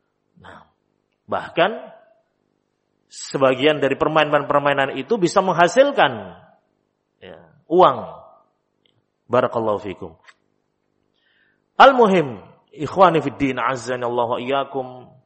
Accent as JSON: {"language": "Indonesian", "region": "Java", "country": "Indonesia"}